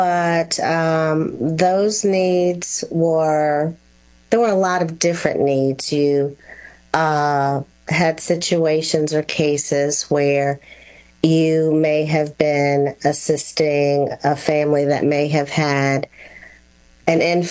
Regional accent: New York, United States; born there; Well, I was born in the great state of New York.

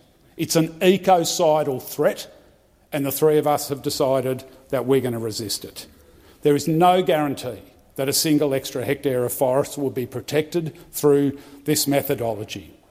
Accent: Tasmania, Australia; my home state of Tasmania

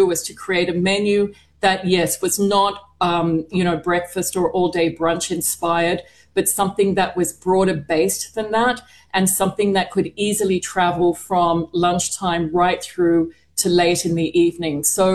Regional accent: Australia; moved away as an adult; also born or lived in Singapore; I'm Australian, obviously. But I haven't lived there for a long time. I've spent probably more time in Singapore than I have as an adult in Australia.

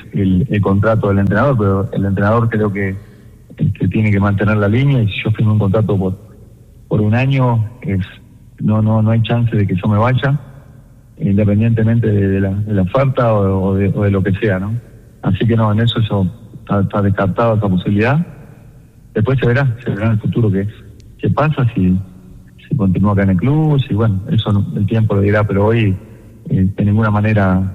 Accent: Uruguay; Bueno, soy uruguayo, como ustedes decían

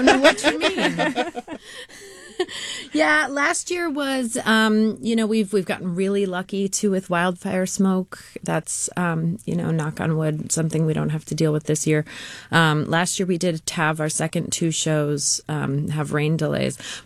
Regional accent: Lake Tahoe, United States; You know, I mean, Lake Tahoe, I'm not complaining. Growing up in Lake Tahoe is a really fabulous thing.

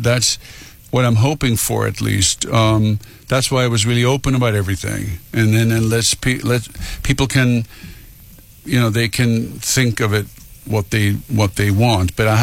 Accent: Sweden; English is a second language; moved away; I had done it in small portions once in back in Sweden, my home country, in a radio show.

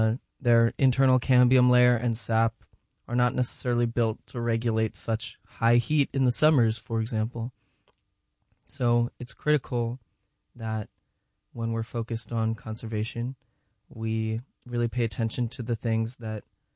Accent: Pennsylvania, United States; where we live in the southern part of their range near my hometown in Pennsylvania

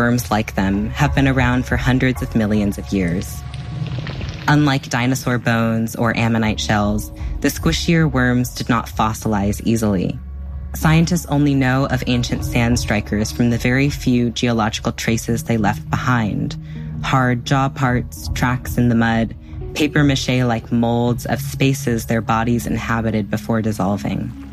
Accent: California, United States; How we were both half Asian, how we grew up in the Bay Area

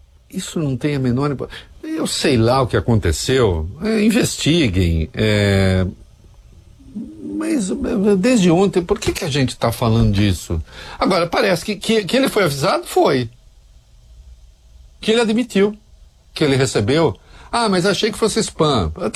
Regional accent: Rio de Janeiro, Brazil; Não, eu sou carioca, não posso votar.

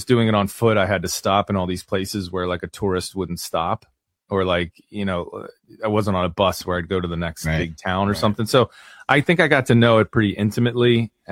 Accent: Philadelphia, Pennsylvania, United States; I mean, I'm from Philly. I don't try to play like the I'm Irish thing

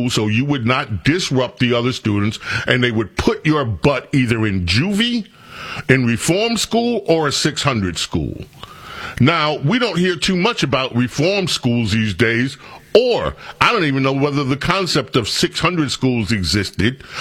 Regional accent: New York, United States; When I grew up in New York, everybody, the good students were fearful that if we did something really bad, we'd get sent to a 600 school.

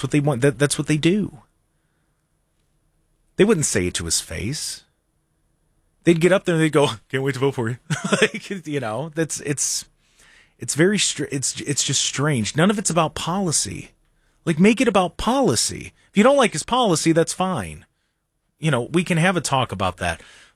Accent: United States; as an American, I believe in freedom of religion.

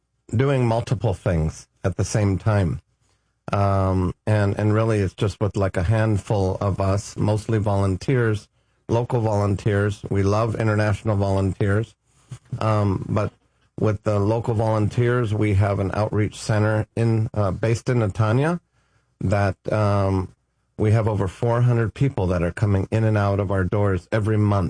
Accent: Los Angeles, California, United States; moved away as an adult; now in Israel; I immigrated to Israel from Los Angeles, California, over 30 years ago.

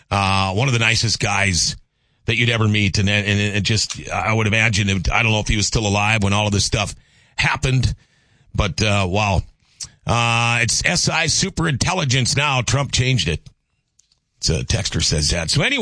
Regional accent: Crookston, Minnesota, United States; born there; also born or lived in Thief River Falls, Minnesota; I was born in Crookston. I moved to Thief River Falls in fifth grade when my parents got divorced.

